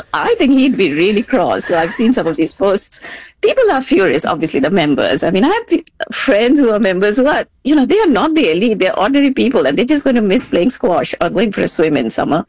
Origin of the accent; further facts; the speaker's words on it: Delhi, India; moved away; I grew up in Delhi.